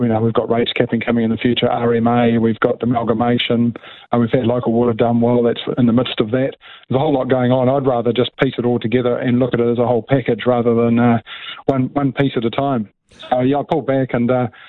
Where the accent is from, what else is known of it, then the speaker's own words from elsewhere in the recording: Whanganui, Manawatū-Whanganui, New Zealand; moved away as an adult; also born or lived in Melbourne; I was born here in Whanganui, in the day Neil Armstrong walked on the moon, actually. brought up on a hill country farm.